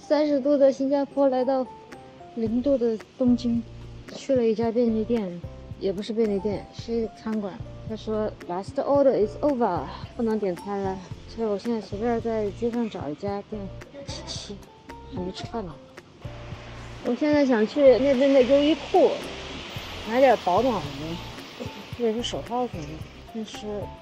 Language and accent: Chinese; Chongqing, China; now in Singapore; 我作为一个重庆人，常年生活在南方